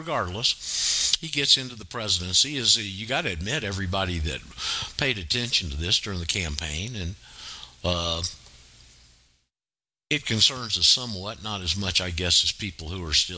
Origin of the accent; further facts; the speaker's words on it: Panama City Beach, Florida, United States; our hometown, my hometown, and family home